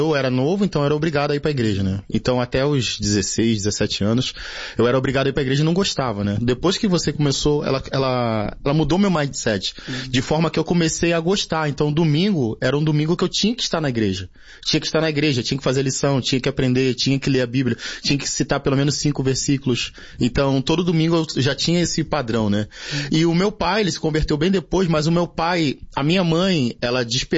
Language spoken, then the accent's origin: Portuguese; Rio de Janeiro, Brazil; Eu venho de Bangu, mas cena do Camará.